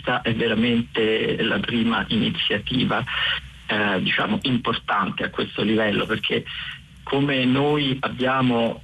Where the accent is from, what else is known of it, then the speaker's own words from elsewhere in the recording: Rome, Lazio, Italy; Io sono diciamo vissuto sempre a Roma, però da tanti anni vado a Golfo Aranci d'estate perché i miei genitori negli anni 70, quando ancora era un paradiso sconosciuto, hanno costruito una casa